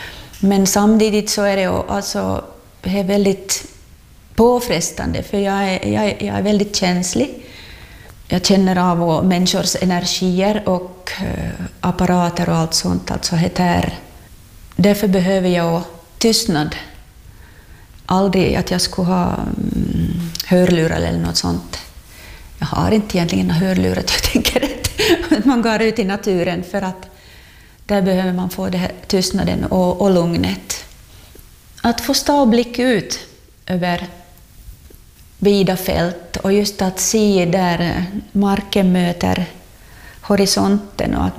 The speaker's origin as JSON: {"language": "Swedish", "country": "Finland", "tie": "born there", "said": "vilken rikedom jag är född i, Finland alltså."}